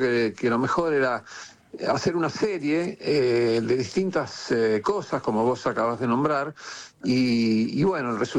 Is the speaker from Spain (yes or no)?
no; Argentina; moved away as an adult; now in New York, United States; Mira, yo me fui muchas veces de la Argentina. La primera fue cuando terminé el secundario, en el año 69. Y después, bueno, viajé por Europa, estuve en la India, volví a la Argentina. Y después me fui definitivamente en el año 79